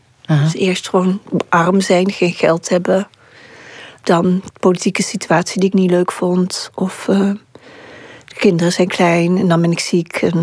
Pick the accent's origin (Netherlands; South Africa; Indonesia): Indonesia; Surabaya, East Java; moved away; waar we gewoond hebben, heeft ze gevonden in Surabaya. Het Chinese ziekenhuis waar ik ben geboren heeft ze gevonden.